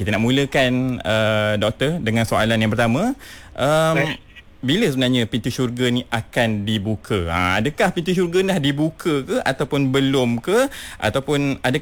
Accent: Johor, Malaysia; Bukan, saya dari Johor.

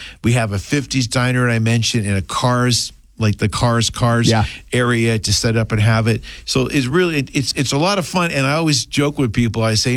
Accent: Boston, Massachusetts, United States; moved away; I am from Boston originally.

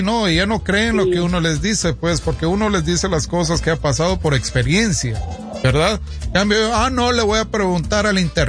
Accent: Guatemala; moved away; Allá le decimos cinco nosotros en Guatemala, cinco

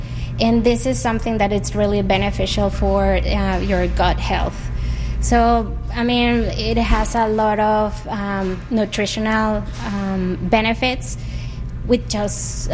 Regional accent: Mexico; moved away as an adult; now in Grand Rapids, United States; I'm from Mexico, and we're there. Edible insects are part of our culture, and so when we moved here around 4-5 years ago

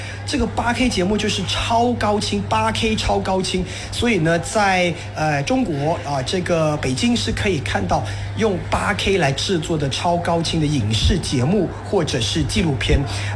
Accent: Malaysia; 介绍我自己作为一个在马来西亚的华人我们怎么样把华语学好啊

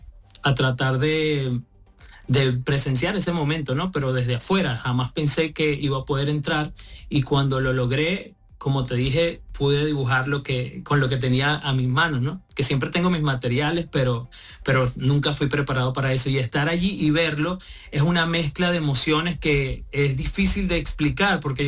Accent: Venezuela

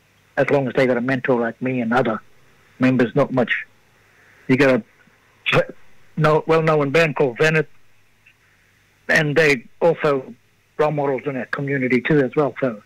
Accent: Caranda, Australia; They're back up in Caranda, my hometown, and they're slowly trying to rise, and I'm being their mentor too as a muso, long-time muso in our community

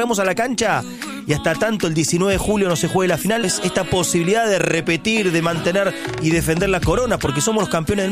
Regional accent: Argentina

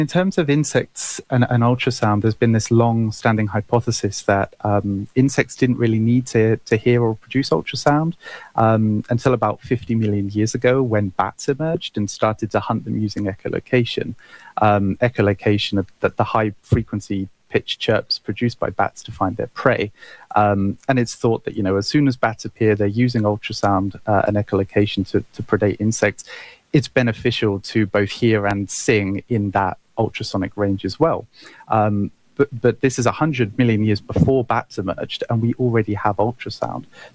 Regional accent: United Kingdom; yeah, it is.

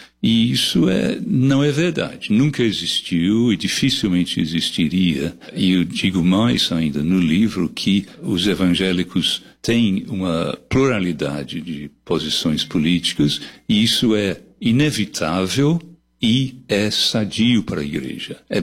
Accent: England, United Kingdom; Portuguese is a second language; now in Brazil; Eu nasci na Inglaterra, nasci e criado na Inglaterra. Eu moro no Brasil desde 1976, então 50 anos.

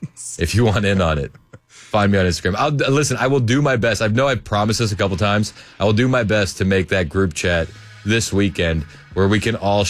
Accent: Massachusetts, United States; It's like an insult I hadn't heard since I was in middle school growing up in Massachusetts.

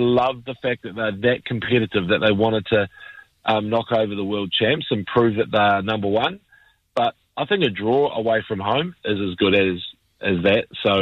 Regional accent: Waikato, New Zealand; Because, you know, I'm from the Waikato and we've had some great Shield tenures.

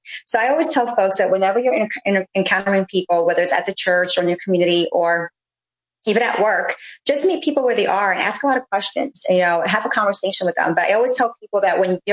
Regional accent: New York City, New York, United States; moved away as an adult; also born or lived in Florida / Washington, D.C.; I'm originally from New York City. I went to college in Florida. Post college, I moved back to New York

